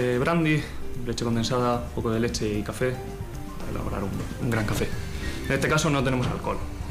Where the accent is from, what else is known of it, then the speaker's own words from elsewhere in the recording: Region of Murcia, Spain; Soy de Murcia y en la zona de Cartagena tenemos un gran café que se llama Asiático.